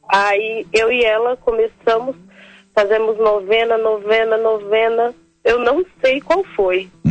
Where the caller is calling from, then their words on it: Bataguassu, Mato Grosso do Sul, Brazil; eu sou de Bataguaçu, mas eu moro na fazenda.